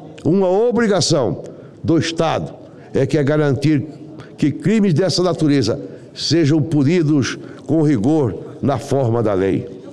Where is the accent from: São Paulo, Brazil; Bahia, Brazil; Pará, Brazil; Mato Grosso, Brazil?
Mato Grosso, Brazil; Várzea Grande; lá na minha cidade de Várzea Grande